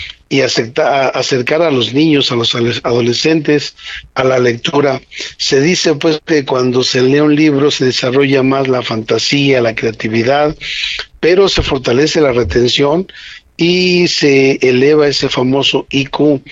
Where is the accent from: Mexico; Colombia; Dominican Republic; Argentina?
Mexico; los mexicanos